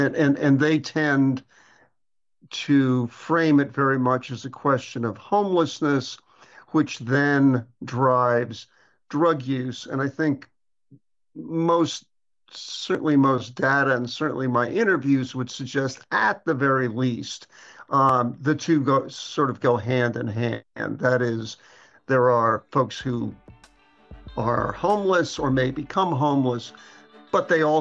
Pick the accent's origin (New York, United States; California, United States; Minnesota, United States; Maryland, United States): New York, United States; New York City; born or raised there